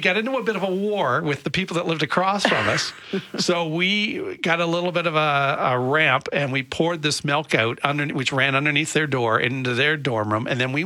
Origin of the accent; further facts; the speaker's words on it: Nova Scotia, Canada; I'm originally from Nova Scotia.